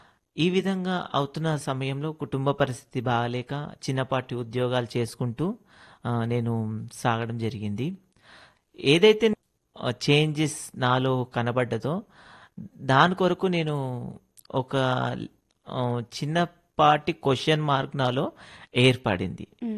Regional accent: Secunderabad, Telangana, India; నేను పుట్టి పెరిగింది చదువుకుందంతా సికింద్రాబాద్ ప్రాంతంలోనే.

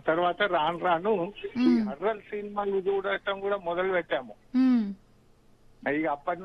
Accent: Nizamabad, Telangana, India; born there; ఆదర్శ నగర్, నిజామాబాద్ నుంచి.

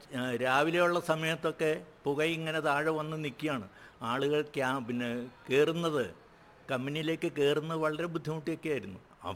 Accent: Ramapuram, Kerala, India; now in Pathalam, Kochi, India; പാല അടുത്തുള്ള രാമപുരം എന്ന ഗ്രാമത്തിൽ നിന്നാണ് ഞാൻ വരുന്നത്. ആ ഗ്രാമവും ഇവിടെയും ആയിട്ട് ആനയും ആടും പോലുള്ള വ്യത്യാസമാണുള്ളത്.

